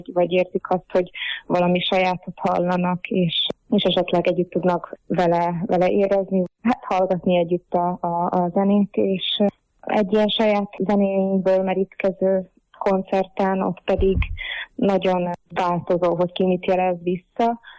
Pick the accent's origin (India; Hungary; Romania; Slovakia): Slovakia; az identitásom részét képezi, hogy felvidéki magyar vagyok, szlovákiai magyar vagyok